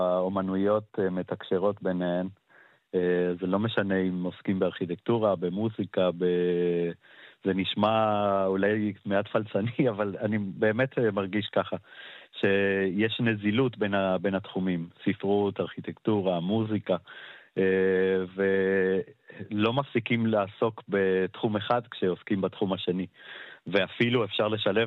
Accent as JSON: {"language": "Hebrew", "region": "Buenos Aires", "country": "Argentina", "tie": "born or raised there", "moved": "yes", "lives_now": "Israel", "said": "גדלתי בעיר בבואנוס איירס"}